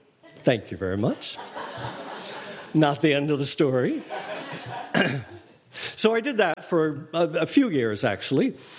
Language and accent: English; Boston, Massachusetts, United States; I grew up in Boston, Massachusetts, a small suburb, middle class, just outside Boston, actually. And there were seven of us in the family.